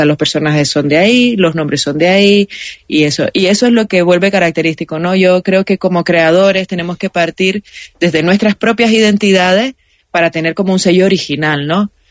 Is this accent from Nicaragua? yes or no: yes; Nicaragua; now in Spain; O sea, ya yo no solamente soy nicaragüense, sino que ya el hablar euskera, vivir dentro de la cultura euskalduna, etcétera, etcétera.